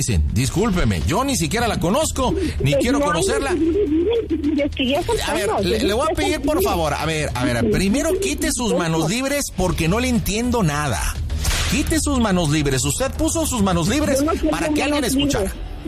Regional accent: Nuevo León, Mexico

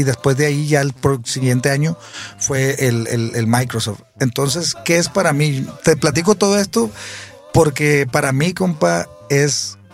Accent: Culiacán, Sinaloa, Mexico; Mire, compa, la verdad, pues yo soy de Culiacán, usted lo sabe y mucha gente también.

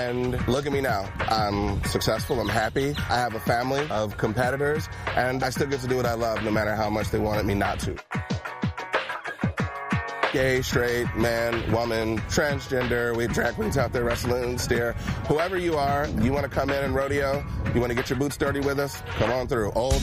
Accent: South Dakota, United States; moved away; I grew up in South Dakota, a little tiny town just outside of Box Elder. I spent my summers out on the ranch in South Dakota. I've been around it my whole life. It's where I belong.

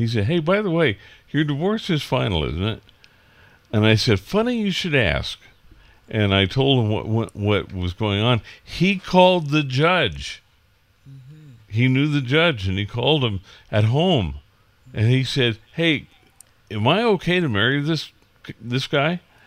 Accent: Salinas, California, United States; went through my hometown, went through Salinas

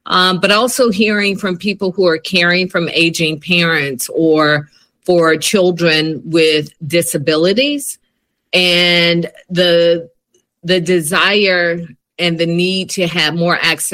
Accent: Atlanta, Georgia, United States; I value Metro Atlanta, born and raised in Atlanta

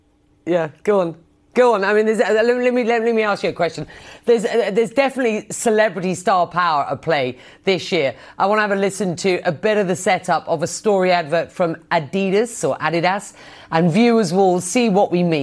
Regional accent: United Kingdom; And as a Brit

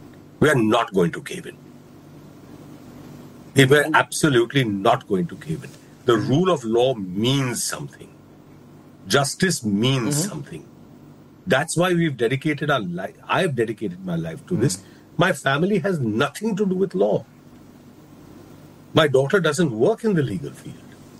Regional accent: India; A threat is issued to me as an Indian citizen.

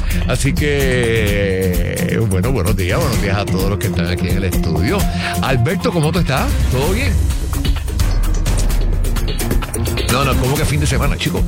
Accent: Arecibo, Puerto Rico; moved away; Yo soy de Arecibo.

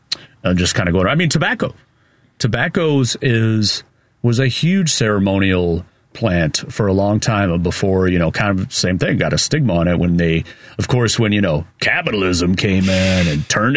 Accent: Illinois, United States; accent: Chicago; My Chicago accent slipping out there.

